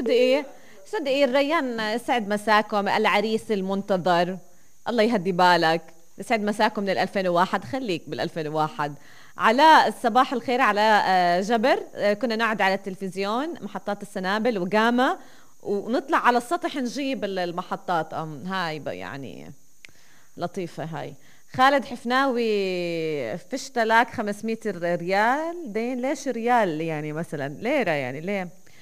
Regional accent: Palestine; احنا من فلسطين

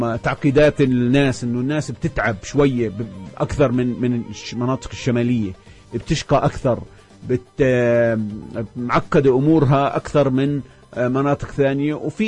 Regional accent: Palestine; كفلسطينيين

